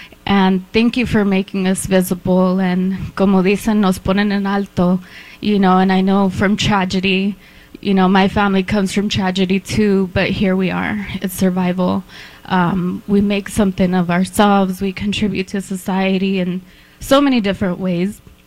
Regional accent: Fresno, California, United States; also born or lived in Los Angeles; I was born in Los Angeles, raised here in Fresno. My whole life, I could say, soy salvadoreña, that's my roots

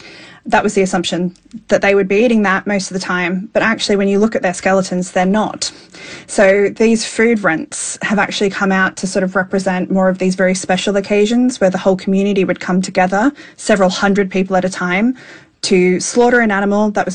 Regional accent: Australia; I come from Australia

